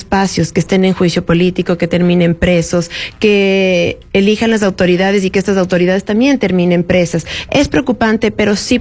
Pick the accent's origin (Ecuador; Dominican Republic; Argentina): Ecuador; nosotros los ecuatorianos